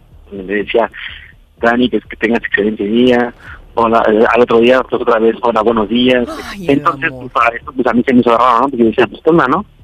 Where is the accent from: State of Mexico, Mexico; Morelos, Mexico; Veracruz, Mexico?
State of Mexico, Mexico; Naucalpan; Estamos aquí de Naucalpan, tengo 37.